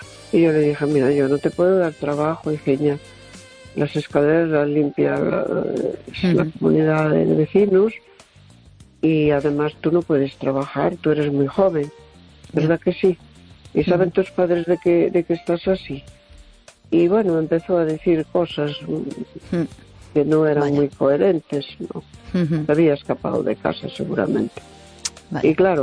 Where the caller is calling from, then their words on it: A Coruña, Galicia, Spain; de Coruña.